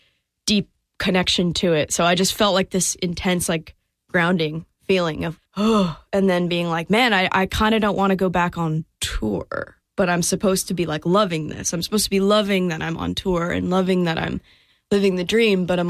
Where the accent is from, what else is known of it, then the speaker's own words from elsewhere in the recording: Colorado, United States; I've just always kind of had this feeling since I was a young kid growing up in Colorado and going down to New Mexico